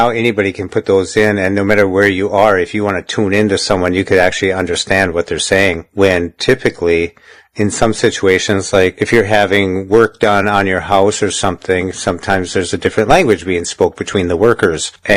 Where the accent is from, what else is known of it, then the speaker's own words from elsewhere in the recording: Minnesota, United States; You notice, I'm from Minnesota.